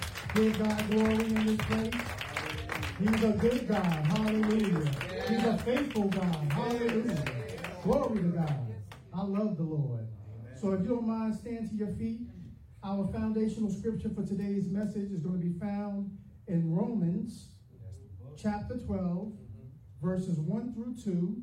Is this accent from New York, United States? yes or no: yes; Long Island, New York, United States; accent: Long Island; I was in the military, but I'm from Long Island, New York. So sometimes I might speak a little bit quick, and I might say some words that you're like, what did he say?